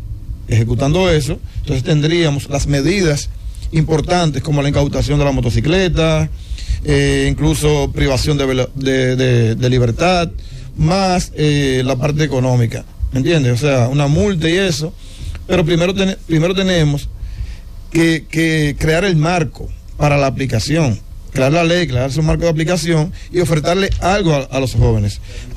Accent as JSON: {"language": "Spanish", "town": "Santiago de los Caballeros", "region": "Santiago", "country": "Dominican Republic", "said": "nosotros somos de Santiago"}